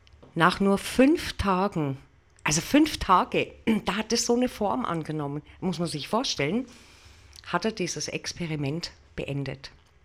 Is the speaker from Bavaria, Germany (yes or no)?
yes; Bavaria, Germany; Bei uns in der Oberpfalz hat es jetzt aktuell noch 20 Grad